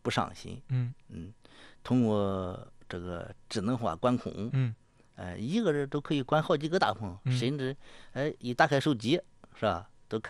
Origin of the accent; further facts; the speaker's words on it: Henan, China; 像我们河南人